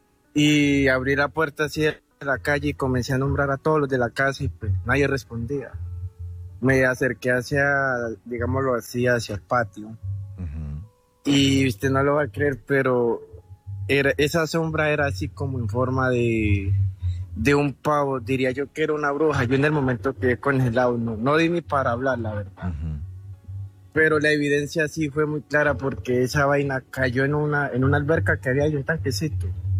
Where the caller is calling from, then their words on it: Buenavista, La Guajira, Colombia; Me comunico desde Buenavista, La Guajira